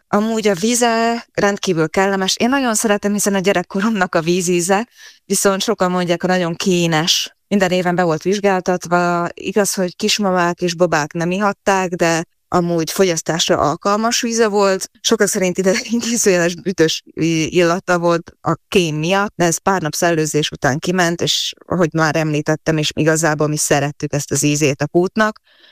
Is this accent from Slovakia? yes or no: yes; Čičov, Trnava Region, Slovakia; Én egész gyermekkoromat Csicson töltöttem, csicsói származású vagyok